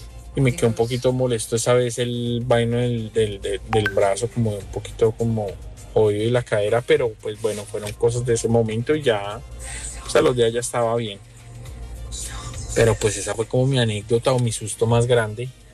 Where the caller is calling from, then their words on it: Toronto, Ontario, Canada; Buenas noches, saludos desde Toronto, Canadá.